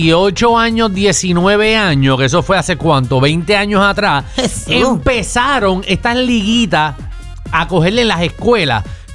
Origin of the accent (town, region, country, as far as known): Puerto Rico